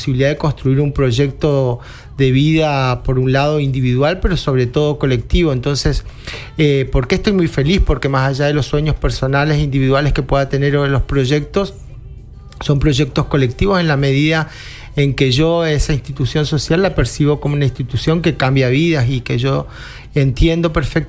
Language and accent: Spanish; Villa Ángela, Chaco, Argentina; moved away as an adult; ingresé hace 31 años desde mi pueblo, desde Villa Ángela